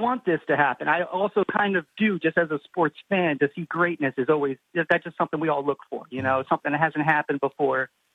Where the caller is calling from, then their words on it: Manahawkin, New Jersey, United States; I'm in Manahawk, New Jersey, right outside LBI.